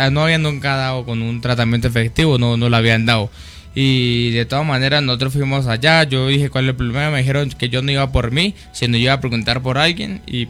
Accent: Campo Hermoso, Colombia; Vengo del municipio acá de Campo Hermoso, del corregimiento de Los Cedros.

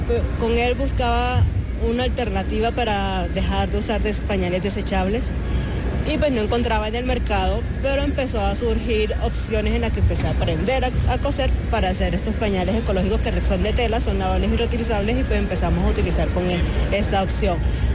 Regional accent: Barranquilla, Atlántico, Colombia; moved away as an adult; now in Tunja, Colombia; yo soy de Barranquilla, pero yo estudié en la UPTC en Tunja, en carreras fue realizada en Tunja. Ya terminando mi carrera, pues conocí a mi esposo, que es de acá de Tunja, y pues trabajaba ya acá, entonces empecé a trabajar en la UPTC

